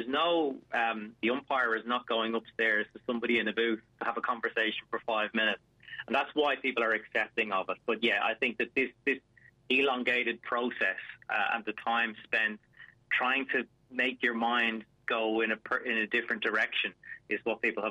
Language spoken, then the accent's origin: English; Ireland; I mean, I'm from Ireland, and one of the biggest controversies in football history was Thierry Henry's handball for a goal for France against Ireland